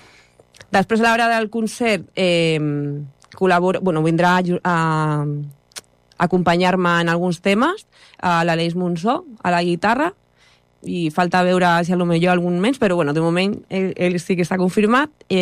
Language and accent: Catalan; Ripollet, Catalonia, Spain; jo soc de Ripollet i no em moure de Ripollet